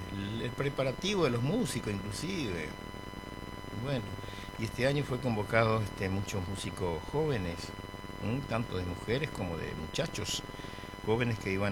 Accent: Buenos Aires, Argentina; born there; Yo me crié en Buenos Aires, pero siempre dije, no voy a perder las costumbres de mis orígenes, no voy a renunciar a mis costumbres tradicionales

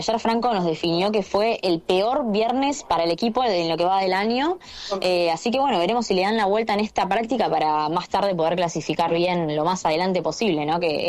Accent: Argentina

